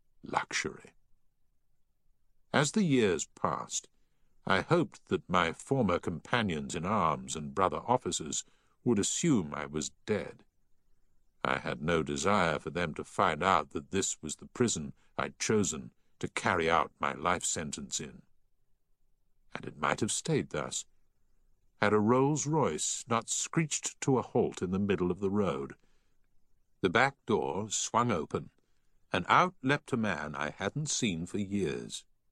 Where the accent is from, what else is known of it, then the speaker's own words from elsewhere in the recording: Wells, South West England, United Kingdom; now in Bristol, United Kingdom; I changed my name, avoided my hometown of Wells in Somerset, and set off for Bristol.